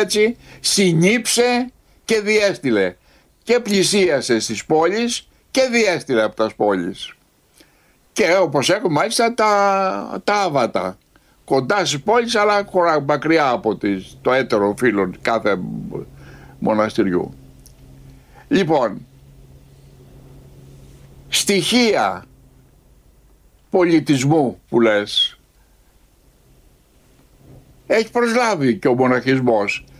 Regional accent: Greece; ως Έλληνες

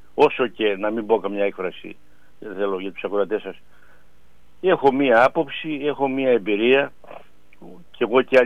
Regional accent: Kato Zachlorou, Western Greece, Greece; όπως λέμε και στο χωριό μου, στην Κάτω Ζαφλωρού

